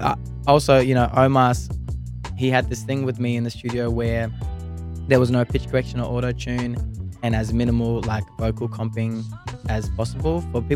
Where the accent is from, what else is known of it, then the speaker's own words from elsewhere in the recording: Gold Coast, Queensland, Australia; the Gold Coast, my hometown.